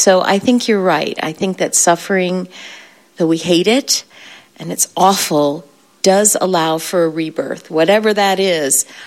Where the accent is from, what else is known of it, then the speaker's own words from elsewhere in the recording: Brazil; My mom is retired now. She was a missionary overseas. I grew up in Brazil.